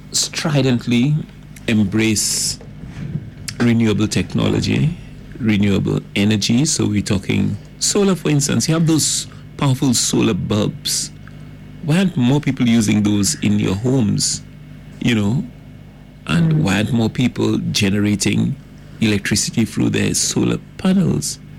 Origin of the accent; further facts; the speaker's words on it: St. Lucia; and specifically I'm from St. Lucia